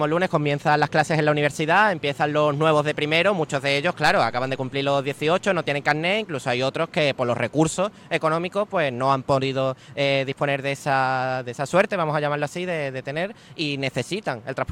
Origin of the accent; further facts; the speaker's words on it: El Puerto de Santa María, Andalusia, Spain; Totalmente, yo soy del puerto de Santa María